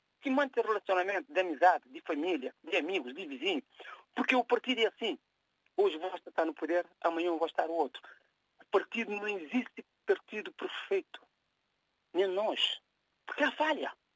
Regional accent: Praia, Cape Verde; só para fazer Palmarejo, Platô, ou Várzea, onde eu nasci e cresci, que é menos que 1 quilômetro

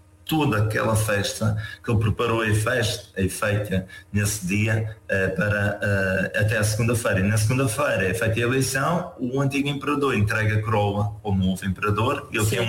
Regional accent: Madeira, Portugal; Não sou da Camacha, mas da Ilha da Madeira.

